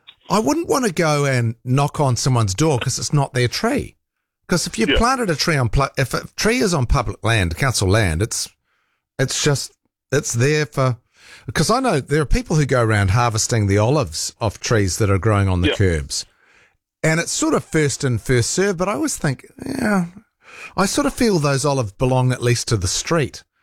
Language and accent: English; Rotorua, Bay of Plenty, New Zealand; I grew up in Rotorua. My parents built a house there.